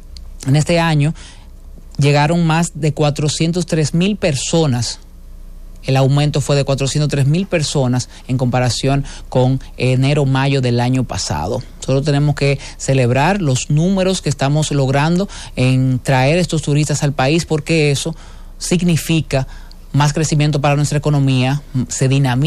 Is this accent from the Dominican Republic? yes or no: yes; Dominican Republic